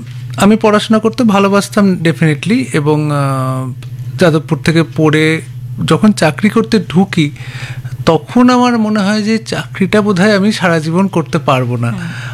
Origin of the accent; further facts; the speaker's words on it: Kolkata, West Bengal, India; moved away as an adult; আমি তো দীর্ঘদিন প্রবাসে ছিলাম, এবার এই প্রবাস থেকে কলকাতা ফিরছি, বাড়িতে থাকব